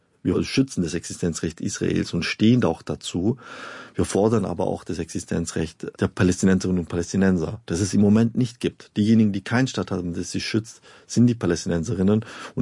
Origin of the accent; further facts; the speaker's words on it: Stuttgart, Baden-Württemberg, Germany; ich komme ja aus Stuttgart